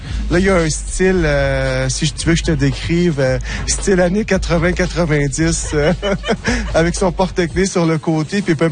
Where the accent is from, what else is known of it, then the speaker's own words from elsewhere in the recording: Verdun, Quebec, Canada; J'ai grandi dans Verdun. Je connais les difficultés que les Verdunois ou que les jeunes y ont eues. Les jeunes, je les sens. Je les sens parce que j'ai vécu ici, je sais comment ça se passe.